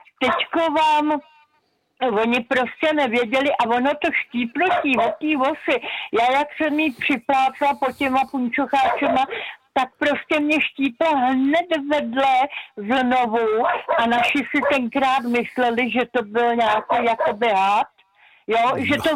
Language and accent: Czech; Prague, Czechia; moved away; já jsem původem z Prahy